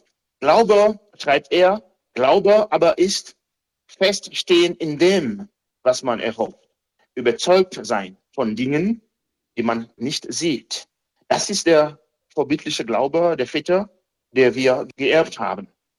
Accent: Dominican Republic; Oder in der Karibik, Haiti, Domrep, also mein Heimatland, leben die Menschen ihren Glauben anders.

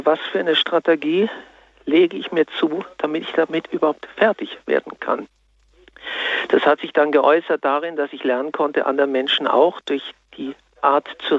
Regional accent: Vienna, Austria; Ich komme auch aus Wien und habe auch eine Behinderung, wenn Sie so wollen.

